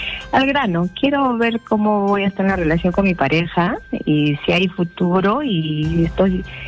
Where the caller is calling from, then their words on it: Tacna, Peru; Sí, de aquí del sur, de Tacna.